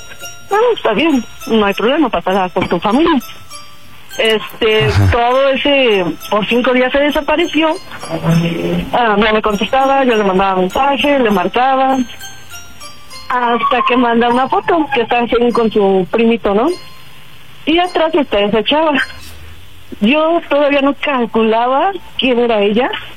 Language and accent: Spanish; Xochimilco, Mexico City, Mexico; Soy de delegación de Xochimilco y tengo 25 años.